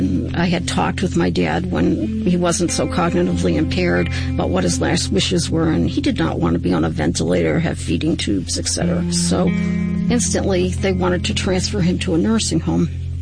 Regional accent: Worcester, Massachusetts, United States; I am originally from Worcester, Massachusetts. My dad was a typical Massachusetts Irishman.

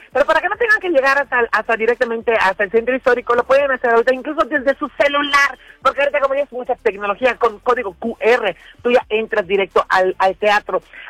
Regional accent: Yucatán, Mexico; Somos yucatecas, somos yucatecos.

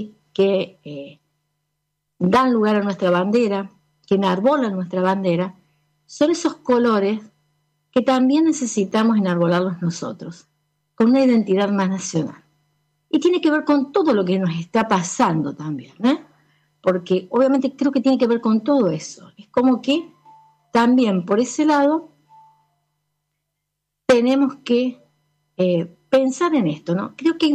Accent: Argentina; con nuestra formación como sociedad argentina.

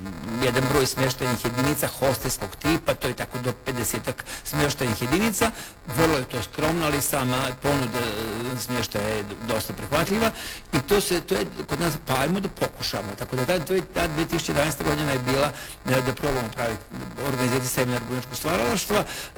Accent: Subotica, Vojvodina, Serbia; ja sam iz Vojvodine, Sarota Vanko Subotica

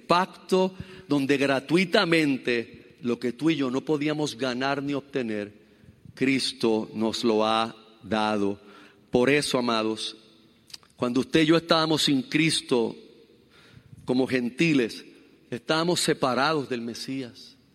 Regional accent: Puerto Rico; nosotros puertorriqueños, gentiles

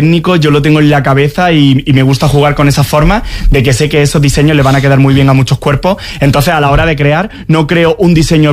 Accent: Córdoba, Andalusia, Spain; voy a inspirarme en una colección en Córdoba. Quiero llevar mi tierra por bandera, Julio Romero de Torres, la Amapola, Ola, de mi Valle de los Pedroches, los patios de Córdoba

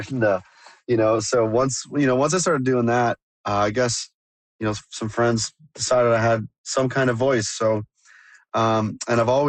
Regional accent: North Bay, Ontario, Canada; born or raised there

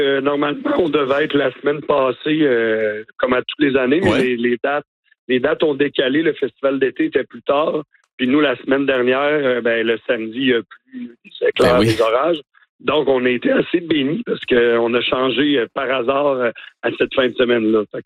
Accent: Baie-Saint-Paul, Quebec, Canada; born or raised there

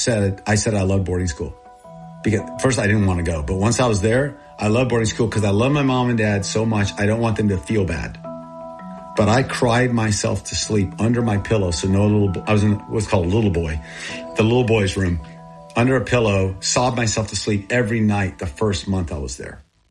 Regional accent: Thailand; first language Thai; English is a second language; also born or lived in Texas, United States; I was born in Texas, and I grew up in Thailand, and I grew up with Thai people. and my first language was Thai.

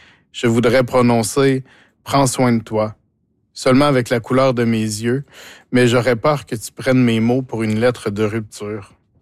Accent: Saint-Claude, Quebec, Canada; moved away as an adult; now in Rimouski, Canada; Mais moi, je viens de Saint-Claude, qui est un village de champs et de forêts.

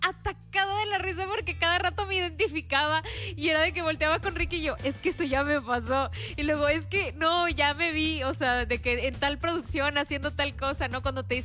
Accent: Mexico; lo que nos distingue como mexicanos.

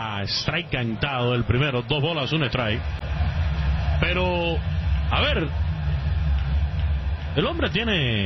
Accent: Camagüey, Cuba; mi tierra natal, Camagüey, el balcón del oriente cubano

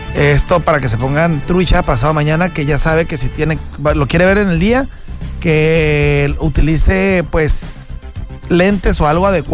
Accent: Mexico

